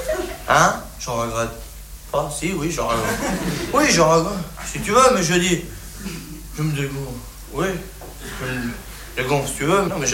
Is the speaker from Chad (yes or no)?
no; France; Les français, c'est des cons, oui, ben, je suis bien placé, hein, je suis français.